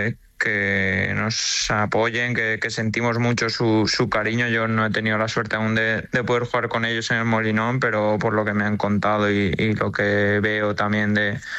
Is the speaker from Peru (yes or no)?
no; Valencia, Valencian Community, Spain; porque al final yo me he criado allí, soy del Valencia, iba a ser de Valencia toda la vida